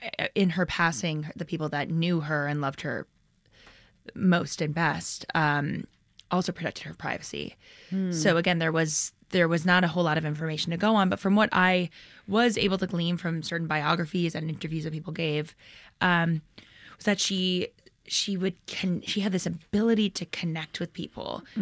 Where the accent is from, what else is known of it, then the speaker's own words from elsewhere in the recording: Michigan, United States; I'm from Michigan, so I really love our northern neighbors.